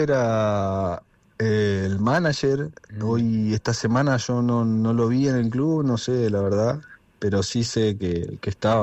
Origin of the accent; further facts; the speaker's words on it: Tigre, Buenos Aires Province, Argentina; De Tigre, Buenos Aires, zona norte